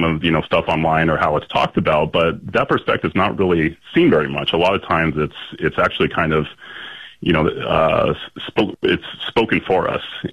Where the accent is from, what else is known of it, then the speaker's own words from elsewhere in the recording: Portland, Oregon, United States; born and raised in Portland, and, I just got the bug from my dad